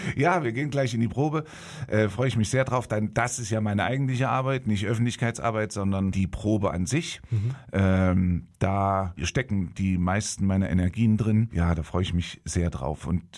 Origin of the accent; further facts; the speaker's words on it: Gotha, Thuringia, Germany; born there; Also ich bin gebürtiger Gothaer